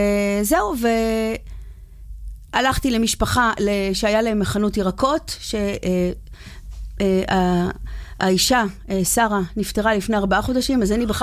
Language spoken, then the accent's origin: Hebrew; Ramat Gan, Tel Aviv District, Israel; אני דווקא מרמת גן קודם, אני מרמת גן